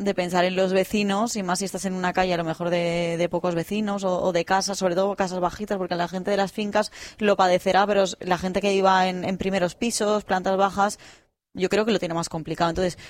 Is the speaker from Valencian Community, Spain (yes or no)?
yes; Burriana, Valencian Community, Spain; yo soy de Burriana, en Burriana estamos en fiestas